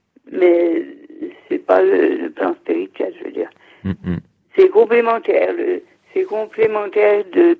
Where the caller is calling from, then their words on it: Auvergne-Rhône-Alpes, France; Du Rhône.